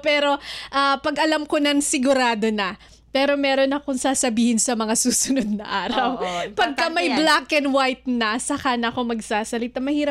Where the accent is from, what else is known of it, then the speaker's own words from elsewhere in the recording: Cagayan Valley, Philippines; super relate as a probinsyana like me from Batanes.